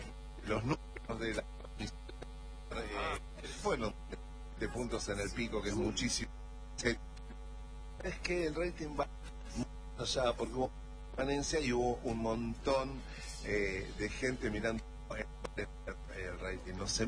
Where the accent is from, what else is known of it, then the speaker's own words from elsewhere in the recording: Argentina; qué nos gustó menos, porque así somos los argentinos.